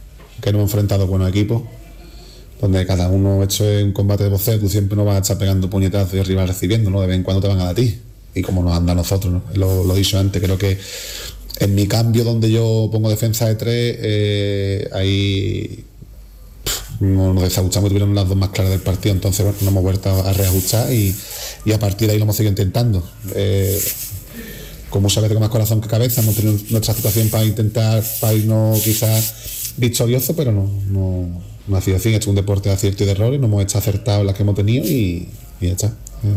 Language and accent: Spanish; Jerez de la Frontera, Andalusia, Spain; me he sentido querido aquí en mi club, en mi tierra y nada, me jode no haber podido seguir a la eliminatoria e intentar ascender con el club de mi ciudad, pero bueno, el fútbol tiene estas cosas. Estoy seguro que Jerez